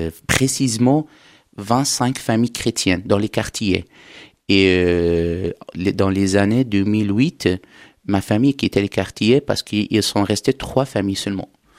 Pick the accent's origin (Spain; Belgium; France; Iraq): Iraq; Baghdad, Baghdad Governorate; moved away; je suis né à Bagdad et ma famille est à Bagdad, mais après la guerre civile, ils sont déménagés, ils se sont installés maintenant à Karakoche.